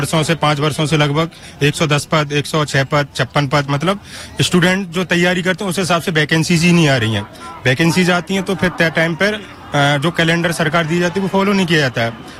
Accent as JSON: {"language": "Hindi", "town": "Gwalior", "region": "Madhya Pradesh", "country": "India", "said": "ग्वालियर से."}